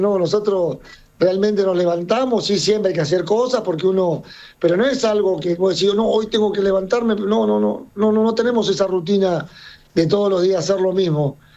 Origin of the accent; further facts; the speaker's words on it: Argentina; also born or lived in Belgrade, Serbia; Yo soy Yugoslavo Servio, quinta generación en circo. Nacido en Belgrado, Serbia, fui criado acá en Argentina